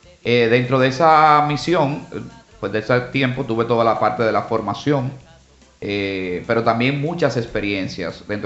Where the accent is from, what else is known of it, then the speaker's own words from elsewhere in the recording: Puerto Plata, Dominican Republic; born there; also born or lived in Moca, Dominican Republic; yo vengo del seno de una familia muy católica, muy cristiana, practicante. Yo llegué a Puerto Plata bien pequeñito. Vinimos desde Moca. Bueno, habíamos vivido un tiempo también fuera del país, pero mi familia oriunda es de Moca.